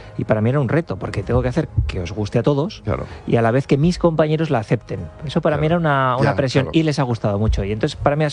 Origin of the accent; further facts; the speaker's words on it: La Rioja, Spain; also born or lived in Zaragoza; now in San Sebastián, Spain; Soy riojano, trabajaba, ejercía en Zaragoza, pero llevo 5 años en San Sebastián. Y sí, es un pueblo.